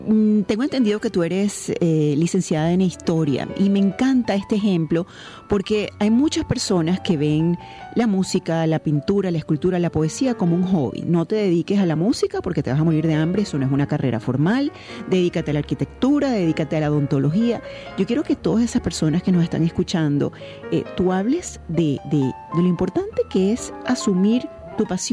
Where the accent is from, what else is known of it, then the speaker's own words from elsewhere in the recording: Caracas, Venezuela; en el apartamento de mis padres en el Rosal